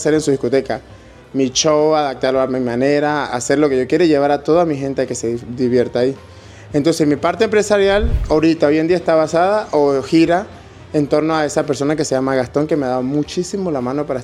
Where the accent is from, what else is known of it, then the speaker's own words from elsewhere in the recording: Venezuela; now in Spain; tengo 11 años en España y no he perdido mi forma de hablar, ni quiero perderla.